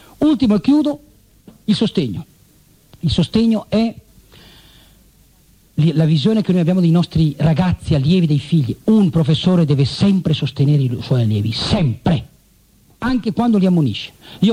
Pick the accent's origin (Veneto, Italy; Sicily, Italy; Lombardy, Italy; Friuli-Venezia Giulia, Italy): Lombardy, Italy; Milan; io sono milanese, Milano siamo sclerati noi col lavoro, ma penso anche voi.